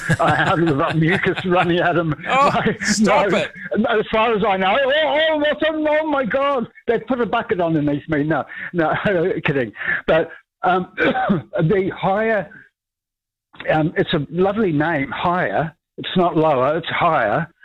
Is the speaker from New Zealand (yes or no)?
yes; New Zealand; I've always loved them as a New Zealander